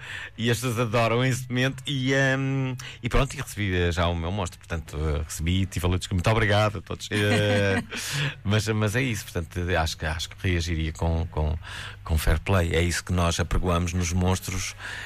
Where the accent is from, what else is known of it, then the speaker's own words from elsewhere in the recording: Porto, Norte, Portugal; born there; now in Lisbon, Portugal; Eu nasci no Porto, mas estou em Lisboa há mais de 30 anos e na verdade divido a minha vida entre Lisboa e depois vou com alguma frequência, até porque os meus pais estão no Porto